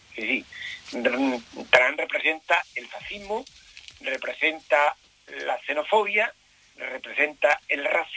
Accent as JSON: {"language": "Spanish", "town": "Campillo", "region": "Andalusia", "country": "Spain", "tie": "born there", "moved": "yes", "lives_now": "El Coronil, Spain", "said": "Bueno, mi pueblo donde nací es Campillo, pero bueno, vivo en el Coronil, ya llevo aquí viviendo... Pues 60 años."}